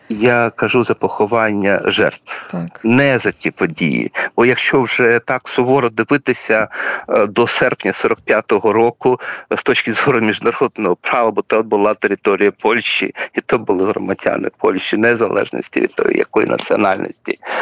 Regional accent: Chernihiv Oblast, Ukraine; ну я з Чернігівщини, ну от були коли розкопки

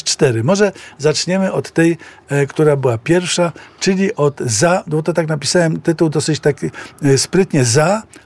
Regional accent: Warsaw, Masovian Voivodeship, Poland; Jak już wspomniałem, jestem z Międzylesia, czy jestem z tak zwanej linii otwockiej, którą zawsze bardzo lubiłem.

